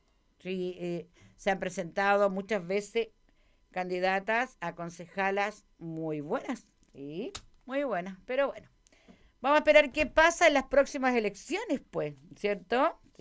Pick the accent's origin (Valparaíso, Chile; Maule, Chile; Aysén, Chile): Aysén, Chile; Melinca; somos todos de Melinca y todos nos conocemos